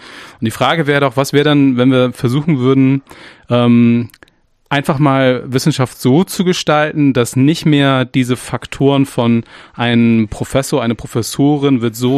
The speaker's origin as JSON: {"language": "German", "town": "Flensburg", "region": "Schleswig-Holstein", "country": "Germany", "tie": "born or raised there", "lives_now": "Dresden, Germany", "said": "Vor 2 Jahren ist tatsächlich einer bei meiner Heimatstadt Flensburg runtergekommen. Der ist dann auch hier in Dresden analysiert worden tatsächlich."}